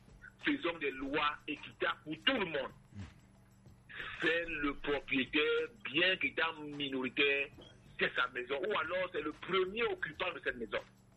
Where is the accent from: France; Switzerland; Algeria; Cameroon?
Cameroon; Edéa, Littoral; Moi, je suis originaire de la Tanaka Pare, qui était précisément à Edea, premier.